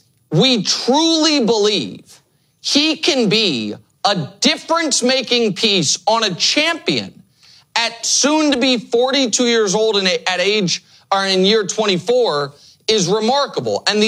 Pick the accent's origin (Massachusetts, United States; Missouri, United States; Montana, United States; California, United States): Missouri, United States; Kansas City; the reason I'm a LeBron James fan, I'm from Kansas City. We didn't have a team.